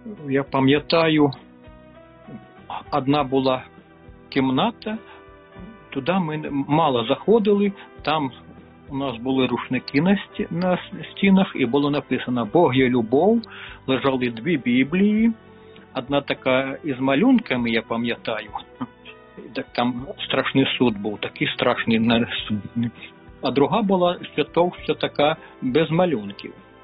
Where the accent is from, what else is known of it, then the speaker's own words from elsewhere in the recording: Ivot, Sumy Oblast, Ukraine; Народився я в Сумській області, Шостинський район, село Івот є таке.